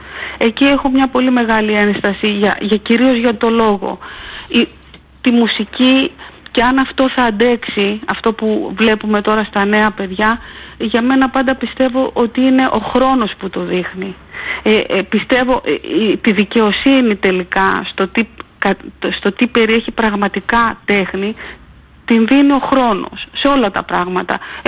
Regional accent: Kefalonia, Ionian Islands, Greece; moved away; Όσοι άνθρωποι ξέρουν ότι είμαι από την Κεφαλονιά

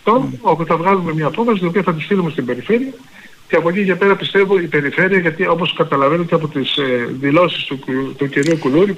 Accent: Ithaca, Ionian Islands, Greece

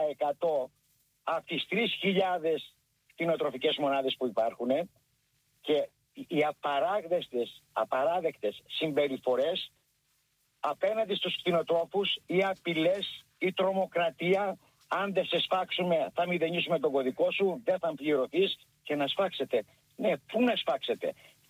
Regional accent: Skalochori, North Aegean, Greece; κατάγομαι από ένα χωριό που λέγεται Σκαλοχώρη.

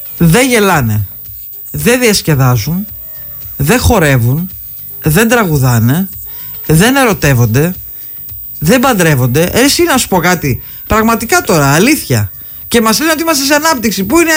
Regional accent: Greece; Δεν χαίρομαι σαν Ελληνίδα

